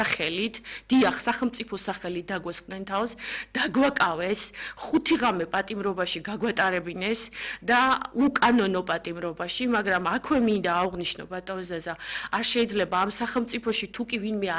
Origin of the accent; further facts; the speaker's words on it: Khobi, Samegrelo-Zemo Svaneti, Georgia; ჩვენ წარმოშობით ხობიდან ვართ